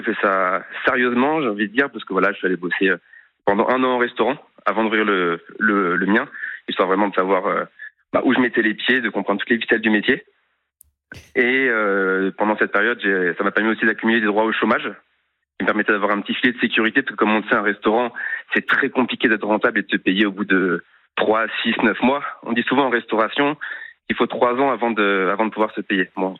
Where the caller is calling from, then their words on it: Paris, Île-de-France, France; j'ai 32 ans, j'habite à Paris. Enfin, oui. J'habitais à Paris